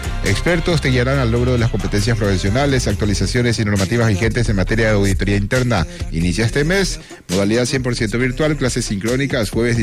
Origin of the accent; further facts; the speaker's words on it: Brazil; Spanish is a second language; Yo soy brasileño, no entiendo mucho, pero está muy bonito.